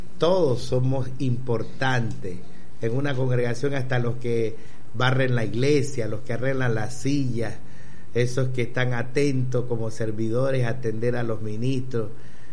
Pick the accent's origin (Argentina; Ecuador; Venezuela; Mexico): Ecuador; now in Esmeraldas, Ecuador; Soy de Ecuador. Estoy en la ciudad de Esmeralda, en la cabecera cantonal y también en la cabecera o en la ciudad principal de esa provincia